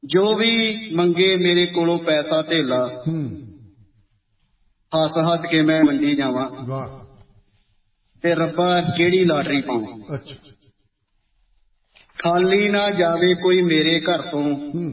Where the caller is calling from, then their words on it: Batala, Punjab, India; ਵੀਰ ਜੀ, ਮੇਰਾ ਇਲਾਕਾ ਬਟਾਲਾ ਗੁਰਦਾਸਪੁਰ।